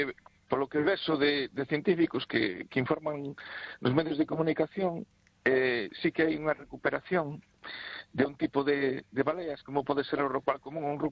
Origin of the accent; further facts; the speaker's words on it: Cee, Galicia, Spain; e sobre todo esta última parte no século XX na miña terra, non en Cee.